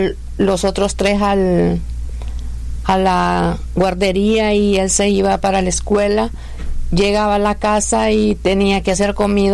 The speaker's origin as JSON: {"language": "Spanish", "country": "Honduras", "tie": "born there", "said": "nací en Honduras, tengo 5 hijos, soy madre soltera"}